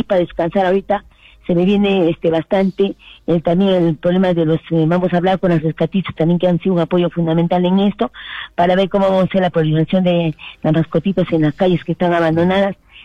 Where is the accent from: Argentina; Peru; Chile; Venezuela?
Peru; Hunter, Arequipa; agradecer a mi pueblo lindo de Hunter por la confianza, por segunda vez que me da para trabajar por mi pueblo lindo. Muy agradecida al pueblo de Hunter.